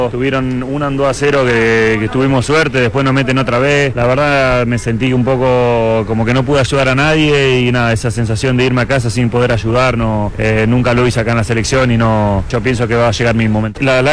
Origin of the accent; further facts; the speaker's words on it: Argentina; queremos que ser representados como lo que somos, como todo argentino